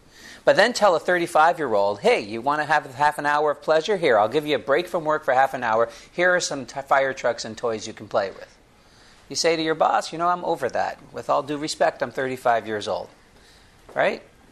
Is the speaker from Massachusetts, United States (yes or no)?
yes; Boston, Massachusetts, United States; I'm from Boston.